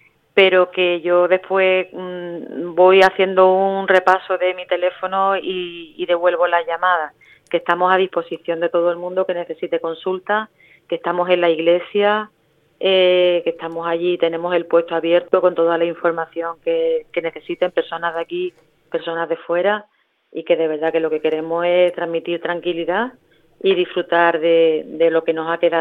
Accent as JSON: {"language": "Spanish", "country": "Spain", "said": "como súper españoles que somos."}